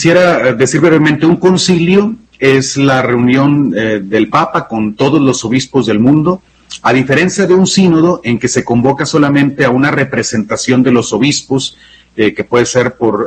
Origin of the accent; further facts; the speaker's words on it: Mexico; now in Saltillo, Mexico; Soy mexicano, soy sacerdote diocesano de la diócesis de Saltillo en México. Acabo de cumplir 50 años este mes